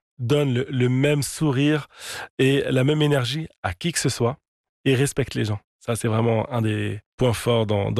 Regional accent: Morocco; now in Africa; pas parce qu'on est marocain, mais parce que mes parents marocains m'ont donné une éducation incroyable et des valeurs incroyables.

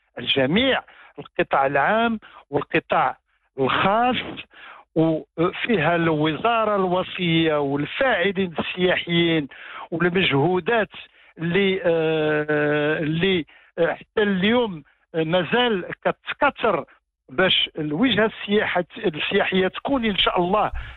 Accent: Morocco; كنعتزوا كمغاربة بالوطنية ديالنا

